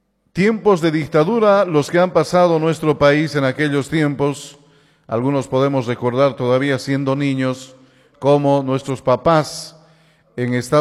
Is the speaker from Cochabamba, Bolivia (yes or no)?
yes; Kami, Cochabamba, Bolivia; moved away; Yo vengo del centro minero de Cami